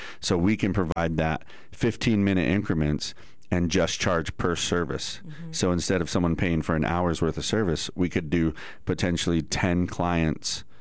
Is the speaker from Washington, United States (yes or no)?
no; Flagstaff, Arizona, United States; So I was born and raised in Flagstaff, Arizona. So I'm an Arizona native.